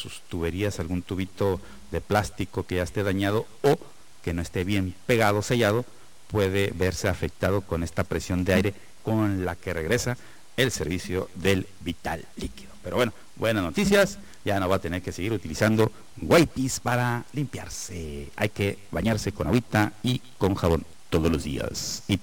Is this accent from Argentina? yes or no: no; Tijuana, Baja California, Mexico; cómo somos realmente los tijuanenses. Somos gente de bien, somos gente amable, y recibimos a todos los que vienen con buenas intenciones